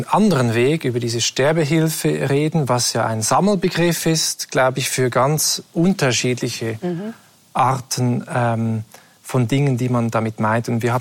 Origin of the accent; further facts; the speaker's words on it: Switzerland; Bei uns in der Schweiz ist es ja auch verboten